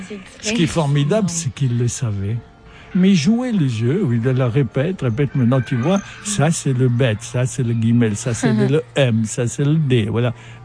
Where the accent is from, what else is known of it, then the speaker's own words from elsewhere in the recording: Casablanca, Casablanca-Settat, Morocco; Je venais, bon, j'avais du Maroc, j'avais mon milieu au Maroc